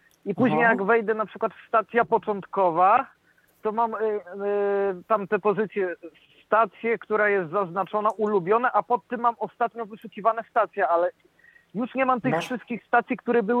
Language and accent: Polish; Bydgoszcz, Kuyavian-Pomeranian Voivodeship, Poland; ja jestem z Bydgoszczy, no bo jestem